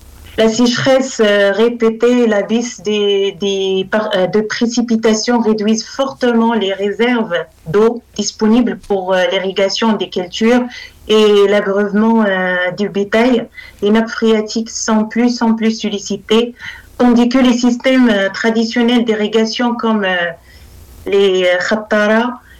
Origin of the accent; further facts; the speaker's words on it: Errachidia, Drâa-Tafilalet, Morocco; moved away as an adult; also born or lived in Romans-sur-Isère, France; now in Toulouse, France; Je suis d'origine de Rachidia, dans le sud-est du Maroc, c'est la région de Dar Ata Filalt. C'est une région principalement qui est connue par son faible précipitation.